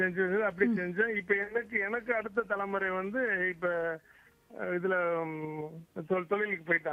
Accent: Cumbum, Tamil Nadu, India; moved away as an adult; now in Kerala, India; தேனி மாவட்டம், கம்பம்.

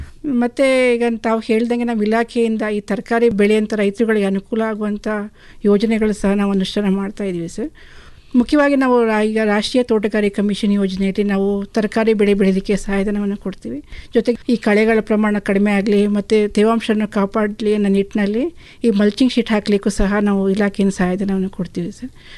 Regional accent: Heggadadevanakote, Karnataka, India; ನಾನು ಮೂಲತಃ H D ಕೋಟೆ ತಾಲೂಕಿನವಳೇ ಆಗಿದ್ದು 10ನೇ ತರಗತಿ ತನಕ ನಾನು ಎಜುಕೇಷನ್ ಎಚ್ ಡಿ ಕೋಟೆ ತಾಲೂಕಿನಲ್ಲೇ ಮುಗಿಸಿರ್ತೀನಿ.

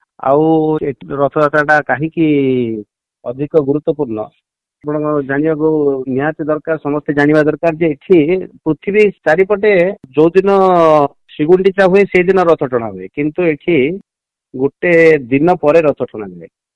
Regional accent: Jeypore, Odisha, India; ମୁଁ ଜୟପୁର ବାସିନ୍ଦା। ମୋ ଜନ୍ମ ମଧ୍ୟ ଏଇ ରଜାନଗରରୁ ସୂର୍ଯ୍ୟମଲ ଯିବା ରାସ୍ତାରେ ଯୋଉ ମୋ ଘର ଅଛି

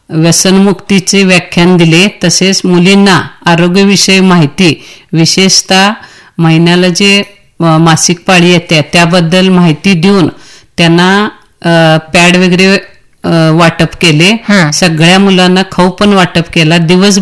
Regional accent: Maharashtra, India

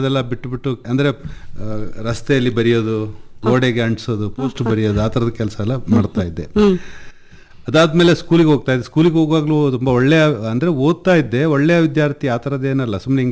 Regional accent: Koyanad, Karnataka, India; ನಮ್ಮ ಊರು ಕೊಯನಾಡಿನಲ್ಲಿ, ಅಲ್ಲೂ ಕೂಡ ನಾನು ಶಾಲೆ ಕಲಿತಾ ಇದ್ದೆ.

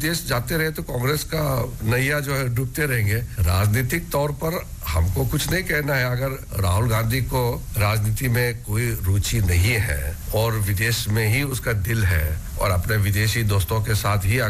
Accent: Arunachal Pradesh, India; जैसे मैं अरुणाचल प्रदेश से आता हूं

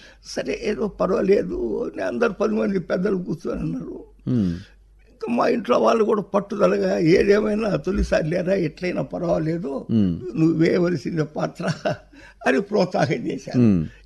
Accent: Kurnool district, Andhra Pradesh, India; మాది జంగముంట్ల. అక్కడ సంగీతానికి సాహిత్యానికి నిలవైన ఊరు. అక్కడ చాలామంది పండితులు, చక్కటి హార్మోనిస్టులు, కళాపోషకులు, నాటక పిపాసులు ఆ ఊర్లో ఎక్కువ ఉన్నారు.

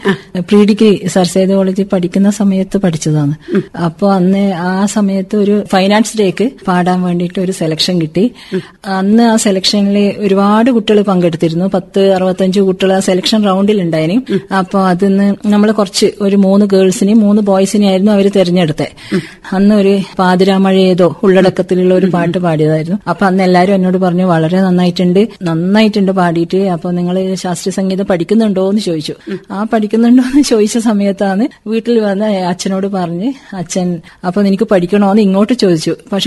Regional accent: Taliparamba, Kerala, India; തളിപ്പറമ്പ് തൃച്ചംബര ക്ഷേത്രത്തിന്റെ അടുത്താണ് വീട്.

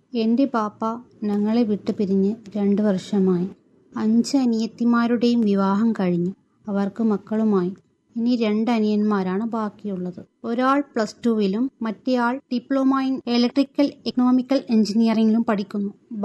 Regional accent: Kavaratti, Lakshadweep, India; ഞാൻ കവരത്തി ദ്വീപ് സ്വദേശിനിയാണ്.

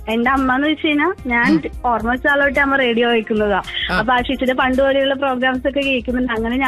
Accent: Aluva, Kerala, India; born there; moved away as an adult; now in Kothamangalam, India; വീട് എന്റെ സ്വന്തം വീട് ആലുവയിലാണ്, ഹസ്ബൻഡ് വീട് കോതമംഗലം.

